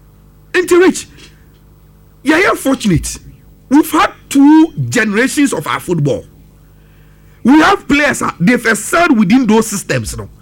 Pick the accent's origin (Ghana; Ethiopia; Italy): Ghana; Your instinct to say football say in your bone no no say the to your ability as Ghanaian will be up a boy